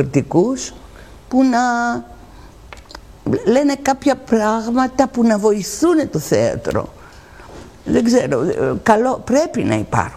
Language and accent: Greek; Greece; είμαι πολύ περήφανη που είμαι Ελληνίδα και εδώ που ζω έχει γεννηθεί το θέατρο.